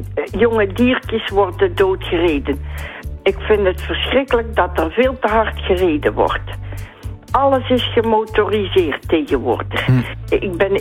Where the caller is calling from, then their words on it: Kloosterzande, Zeeland, Netherlands; Ik woon in Kloosterzande.